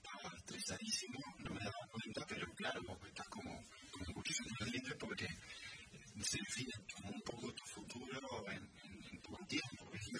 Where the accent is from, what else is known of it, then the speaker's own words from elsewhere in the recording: Argentina; Somos como muy argentinos, sí